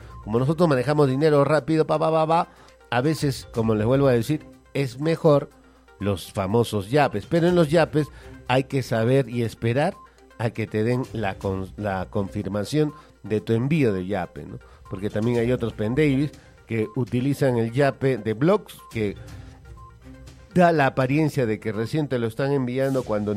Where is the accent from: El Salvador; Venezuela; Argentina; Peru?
Peru; lastimosamente somos serranos, pues. En realidad no somos serranos, somos andinos